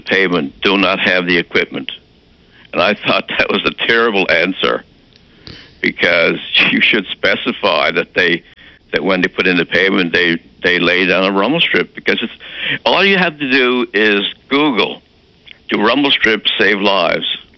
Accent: Newfoundland and Labrador, Canada; But I notice driving back and forth to the island, because I'm from the East Coast, that there's less rumble strips from Gander westward.

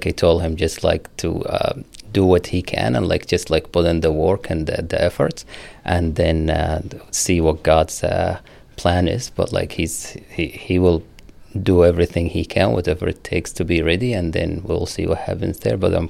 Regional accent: Saudi Arabia; now in Canada; I am originally from Saudi Arabia

